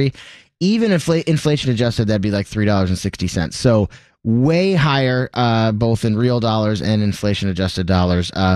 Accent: Detroit, Michigan, United States; Yeah, I feel like for me, growing up in, suburban Detroit

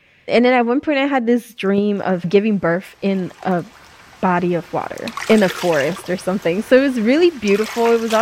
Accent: Chicago, Illinois, United States; I'm a doula with Chicago Volunteer Doulas, and this is what Chicago sounds like. Born and raised in Chicago

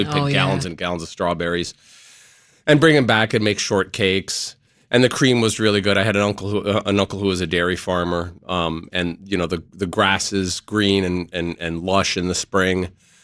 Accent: Indiana, United States; The cuisine I grew up with, the food I grew up with in Southern Indiana

